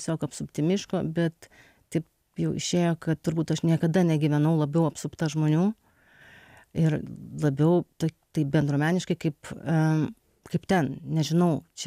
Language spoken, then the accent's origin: Lithuanian; Anykščiai, Utena County, Lithuania; also born or lived in abroad; Aš augau Anykščiuose.